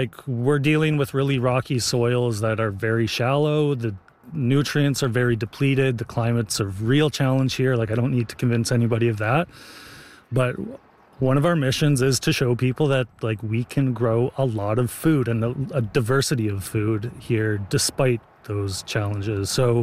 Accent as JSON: {"language": "English", "region": "Saskatchewan", "country": "Canada", "moved": "yes", "said": "So both Anya and I are from away. I'm from Saskatchewan, Anya's from Slovenia. We moved here in 2012."}